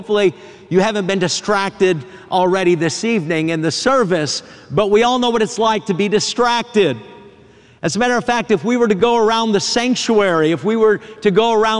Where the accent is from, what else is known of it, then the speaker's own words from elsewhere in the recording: New Hampshire, United States; I was in high school growing up in New Hampshire.